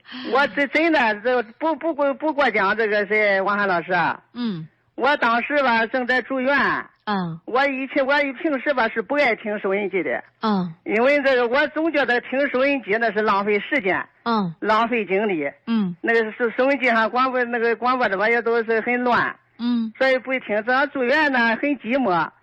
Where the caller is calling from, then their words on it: Zaozhuang, Shandong, China; 我是山东枣庄的